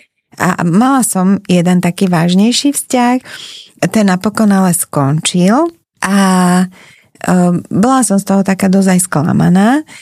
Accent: Bratislava, Bratislava Region, Slovakia; Ja som z Bratislavy.

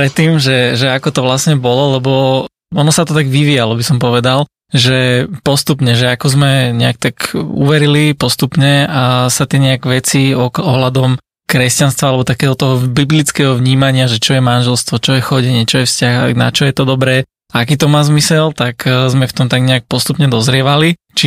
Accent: Pezinok, Bratislava Region, Slovakia; Tak sme z Pezinka, tam bývame už spolu nejaký ten 5. rok

